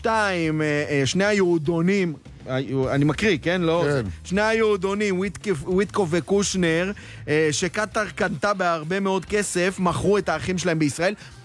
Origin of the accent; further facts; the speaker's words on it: Haifa, Haifa District, Israel; קריית אליעזר שאני גדלתי בה איננה עוד.